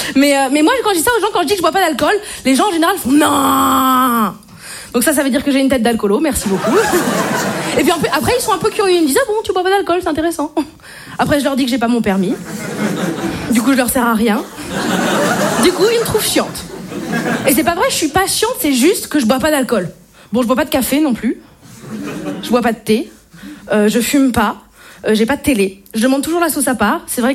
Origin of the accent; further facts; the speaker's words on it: Brittany, France; je suis bretonne et je ne bois pas d'alcool.